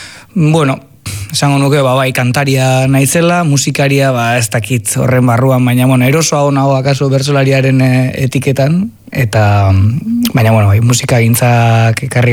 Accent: Azpeitia, Basque Country, Spain; ni Azpeitiarra naiz

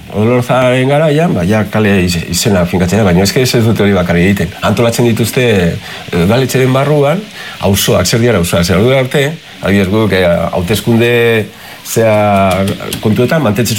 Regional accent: Basque Country, Spain; born there; da gure aberria, osea, auzo hemengo gure auzoak hemen Herrera, Roteta

